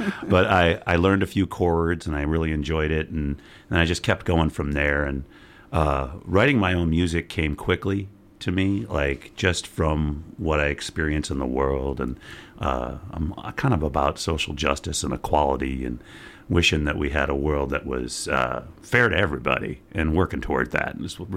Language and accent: English; Chicago, Illinois, United States; moved away as an adult; now in Columbia, Missouri, United States; I'm from Chicago, but I moved here to go to school in 1989, and I've been here ever since